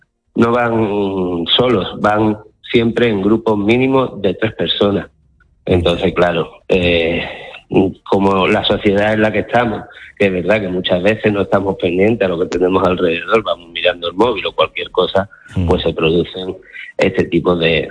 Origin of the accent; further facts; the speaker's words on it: Ceuta, Spain; yo soy de aquí, de Ceuta, llevo toda la vida viendo esta frontera de la misma forma